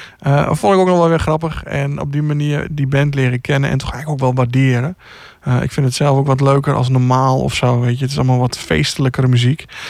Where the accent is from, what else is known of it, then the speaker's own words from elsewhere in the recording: Gelderland, Netherlands; En ik ben zelf, ik kom uit de Achterhoek.